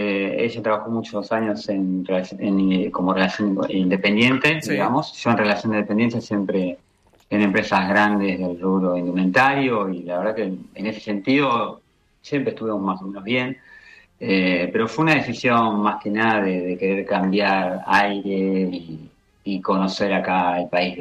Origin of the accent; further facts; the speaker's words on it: Buenos Aires, Argentina; Yo soy de Buenos Aires, de Zona Norte.